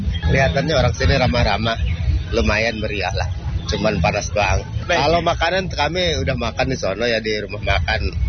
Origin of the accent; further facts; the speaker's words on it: Banten, Indonesia; Iya, kami kebetulan dari Banten itu cukup lumayan ya.